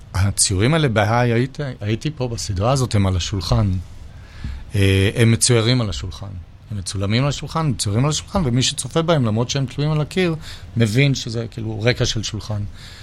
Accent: Holon, Tel Aviv District, Israel; אני זוכר את עצמי כילד בחולון

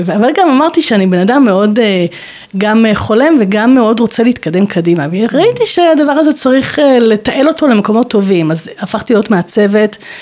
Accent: Hadera, Haifa District, Israel; born there; נולדתי בחדרה, משפחה נורמטיבית לחלוטין, מראשוני חדרה, ממש עם היסטוריה יפה כזו, סבא וסבתא ניצולי שואה, משפחה באמת חילונית

